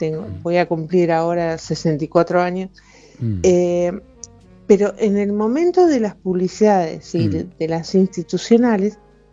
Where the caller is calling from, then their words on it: Quilmes, Buenos Aires Province, Argentina; de Quilmes.